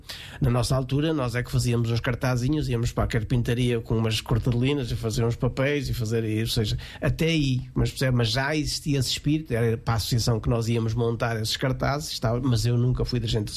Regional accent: Alpendurada, Porto, Portugal; now in Aveiro, Portugal; É porque quando, em 1982, eu saí da Alpendurada para Aveiro, eu conhecia Aveiro minimamente, mas depois eu apaixonei-me por Aveiro, e por isso fiz a minha licenciatura aqui.

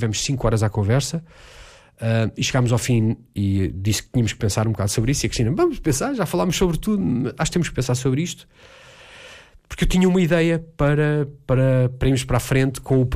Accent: Lisbon, Portugal; eu sou lisboeta alfacinha, filho minhoto, é certo, sou mais alfacinho do que qualquer pessoa na sala.

